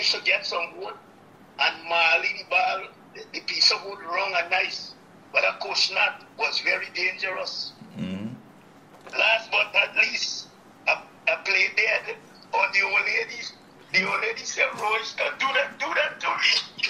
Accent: Queenstown, Pomeroon-Supenaam, Guyana; Yeah, my childhood days in Queenstown, Essequibo was wonderful.

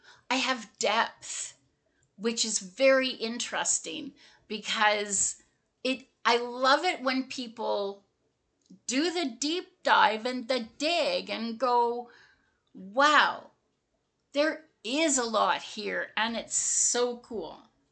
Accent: Fraser Valley, British Columbia, Canada; I grew up in the Fraser Valley of British Columbia.

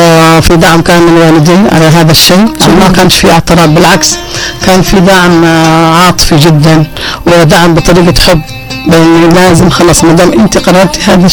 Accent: Mukalla, Hadhramaut, Yemen; وتربيت في حافة بالمكلة، بمدينة المكلة، كلها تعاون، كلها حب، كلها ود

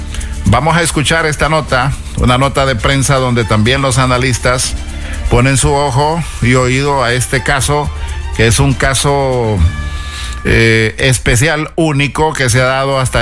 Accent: Honduras; cómo somos los hondureños para alburear

